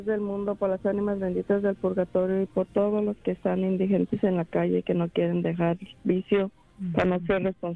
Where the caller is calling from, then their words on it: Riverside, California, United States; Acá en Riverside.